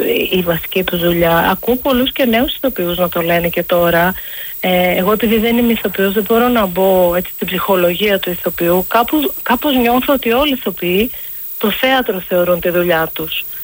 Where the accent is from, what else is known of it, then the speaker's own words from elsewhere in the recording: Athens, Attica, Greece; η οικογένειά μου ήταν... αστικοί, είμαστε Αθηναίοι, ενώ υπάρχουν έτσι, έχουν γεννηθεί στην Κωνσταντινούπολη, στη Σμύρνη, έχουμε από Οδυσσό, από Ρέθυμνο, αλλά οικογένεια, μεγαλώσαμε στην Αθήνα όλοι.